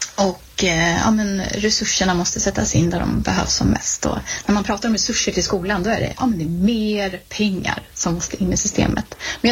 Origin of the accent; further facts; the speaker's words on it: Älta, Stockholm County, Sweden; men jag är uppvuxen i Älta också, så att jag har bott i lite olika delar av Nacka.